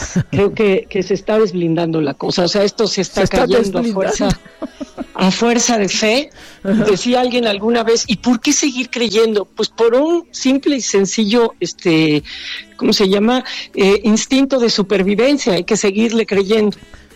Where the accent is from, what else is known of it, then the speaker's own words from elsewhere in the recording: Mexico; si de algún lugar somos los mexicanos, es de la sufridera.